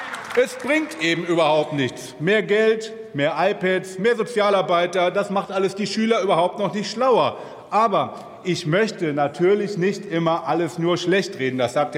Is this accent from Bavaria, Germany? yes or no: no; North Rhine-Westphalia, Germany; In meinem Heimatland, Bundesland NRW, jetzt Lesezeit, sind wir mal gespannt